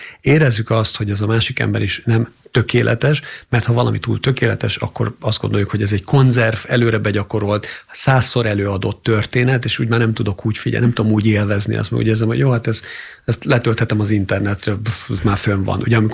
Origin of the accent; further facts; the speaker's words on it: Hungary; én vagyok a magyar at is, aki most beszélek, aztán van egy angol at is, francia at is az két szót tud